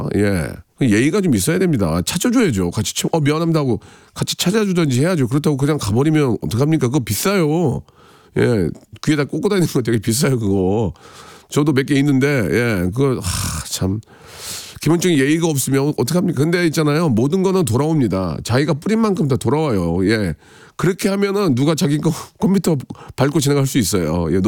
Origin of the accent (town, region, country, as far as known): Gunsan, North Jeolla, South Korea; born or raised there; moved away